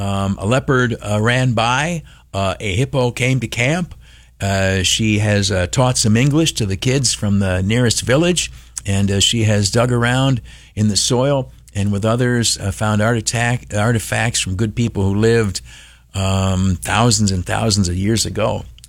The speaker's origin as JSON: {"language": "English", "country": "United States", "tie": "born or raised there", "moved": "yes", "said": "my hometown, Canastillo."}